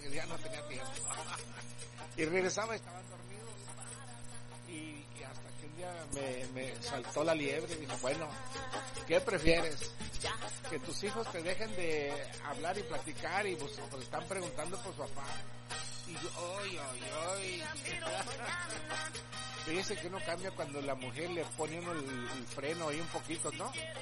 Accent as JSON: {"language": "Spanish", "region": "San Luis Potosí", "country": "Mexico", "said": "por allá de mi pueblo, cerquita donde yo vivo, allá de San Luis Potosí."}